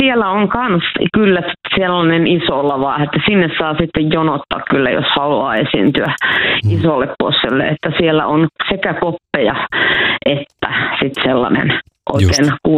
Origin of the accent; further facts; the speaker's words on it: Oulu, North Ostrobothnia, Finland; moved away as an adult; now in Berlin, Germany; nyt on Oulussa kotikaupungissani ilmakitaran 30-vuotiaat